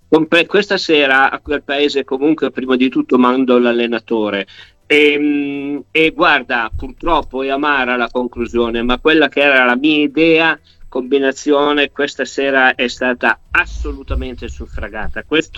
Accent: Turin, Piedmont, Italy; io sono torinese

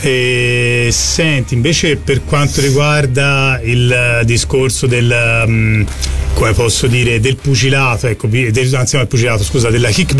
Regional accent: Florence, Tuscany, Italy; per anni ho vissuto e vivo, insomma, a Campo di Marte, però essendo nato, insomma, lì è Mercato Centrale dietro Santa Maria Novella

